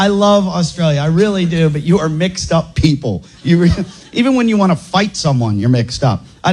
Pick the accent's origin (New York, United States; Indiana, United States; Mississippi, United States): New York, United States; New York City; It just freaks me out a bit because I'm from New York City where everybody's different colors.